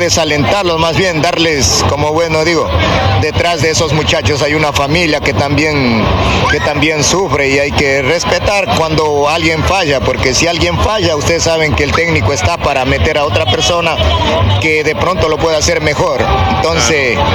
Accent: Imbabura, Ecuador; Somos del Valle del Chota.

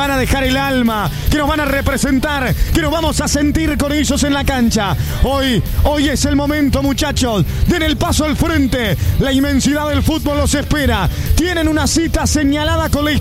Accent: Uruguay; El universo de la pelota siempre ha sido el rincón para encontrarnos como uruguayos.

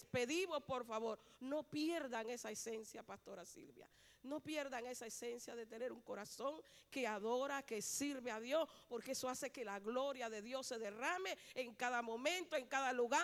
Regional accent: Cuba; para nosotros como cubanos

